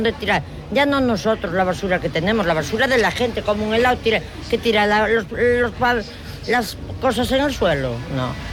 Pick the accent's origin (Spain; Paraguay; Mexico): Spain; Vilagarcía de Arousa, Galicia; Yo soy de Villa García de Rosa, muchísimo.